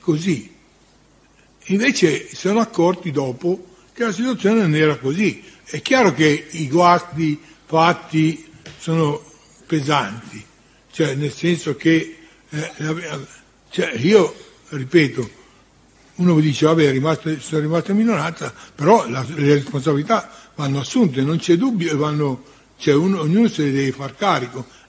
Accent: Lombardy, Italy; visto che siamo lombardi tutti

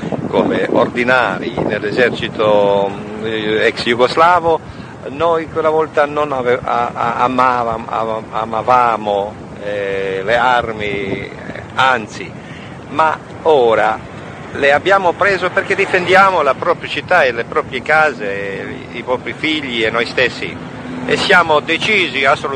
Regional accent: Osijek-Baranja County, Croatia; Italian is a second language; Noi siamo dalla Baragna, è il territorio occupato oltre la Drava.

